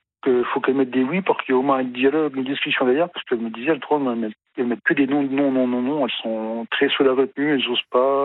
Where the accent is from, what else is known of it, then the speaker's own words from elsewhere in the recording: Grand Est, France; Non, mais comme je suis lorrain, vosgien d'origine, du coup.